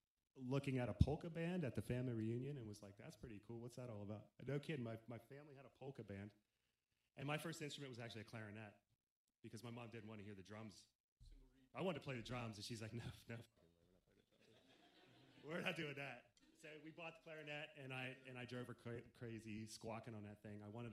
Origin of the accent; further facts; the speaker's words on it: Franklin, Pennsylvania, United States; I'm from Western Pennsylvania. There are no bass players in Franklin, Pennsylvania at that time at all.